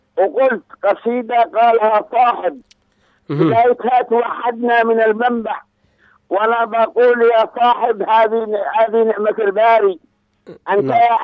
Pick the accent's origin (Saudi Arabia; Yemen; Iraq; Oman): Yemen; Al-Shihr, Hadhramaut; من الشحر.